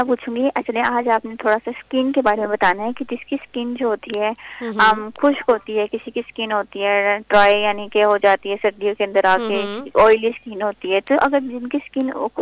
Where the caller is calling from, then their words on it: Lahore, Punjab, Pakistan; میں لاہور سے